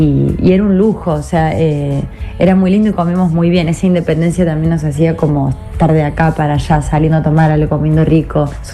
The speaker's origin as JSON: {"language": "Spanish", "region": "Córdoba", "country": "Argentina", "moved": "yes", "lives_now": "Buenos Aires, Argentina", "said": "yo soy de Córdoba capital, después me mudé acá a la capital de Buenos Aires."}